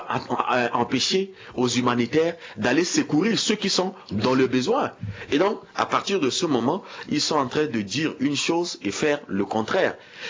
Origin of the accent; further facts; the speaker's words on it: Central African Republic; On est centrafricain ou on ne l'est pas. On est centrafricain, on ne l'est pas.